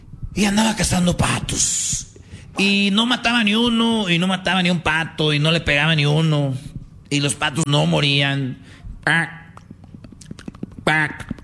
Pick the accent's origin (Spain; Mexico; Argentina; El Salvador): Mexico; Oye, ¿cómo somos los mexicanos, Choco? Siempre alegando que está todo mal y luego a la hora de la fiesta se nos olvida todo y hacemos un desmadre.